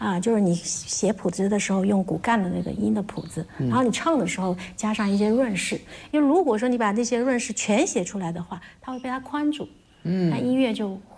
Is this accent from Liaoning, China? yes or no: no; Fujian, China; 其实我们小时候的时候就是一直听那个莆仙戏长大的，然后小时候接受的这些，因为我小时候是在村里面的小学